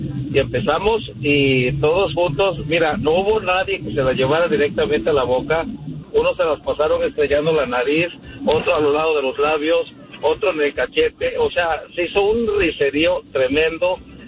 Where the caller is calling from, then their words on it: Houston, Texas, United States; Hola Medina, de Houston.